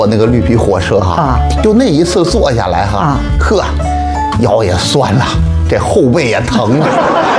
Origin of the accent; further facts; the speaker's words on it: Xuzhou, Jiangsu, China; 大家好，我是来自徐州的